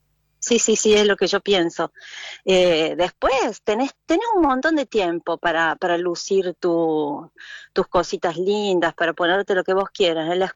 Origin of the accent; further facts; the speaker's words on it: Villa Allende, Córdoba, Argentina; moved away as an adult; now in Bergamo, Italy; Nací en Villa Allende y siempre viví a 2 cuadras de la clínica donde nací